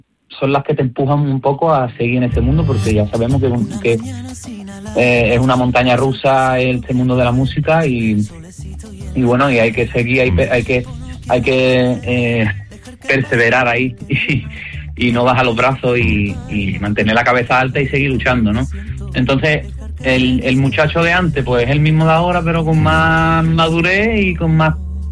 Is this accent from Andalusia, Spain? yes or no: yes; Málaga, Andalusia, Spain; yo soy de Málaga.